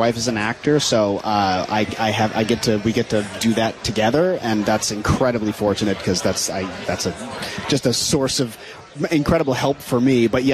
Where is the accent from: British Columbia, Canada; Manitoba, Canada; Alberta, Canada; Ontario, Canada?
British Columbia, Canada; Vancouver; born or raised there; moved away